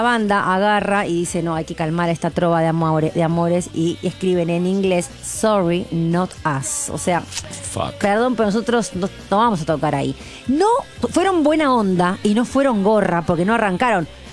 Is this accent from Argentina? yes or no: yes; Argentina; porque como somos los argentinos cuando te queremos mucho, te hablamos por todos los metros.